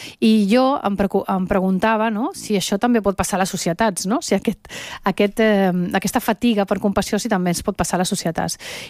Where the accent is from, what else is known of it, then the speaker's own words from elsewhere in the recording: Venezuela; moved away; jo també soc de Venezuela, que tinc una connexió emocional que forma part de la meva vida a aquella terra